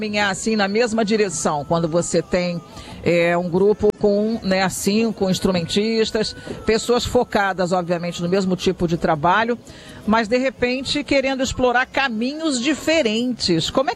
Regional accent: Brasília, Federal District, Brazil; eu sou brasiliense, olha, veja você, brasiliense.

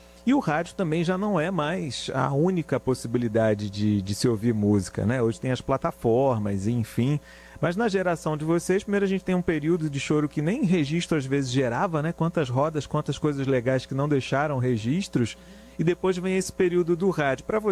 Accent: Niterói, Rio de Janeiro, Brazil; diretamente lá da minha terra, Niterói.

